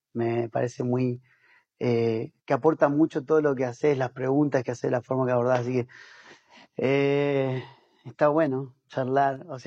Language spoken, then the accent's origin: Spanish; Azul, Buenos Aires Province, Argentina; born there; also born or lived in Tucumán; yo nací en Azul, Buenos Aires, soy mayor de somos cinco hermanos, y los dos mayores nacimos allá. Después mis papás se fueron a Tucumán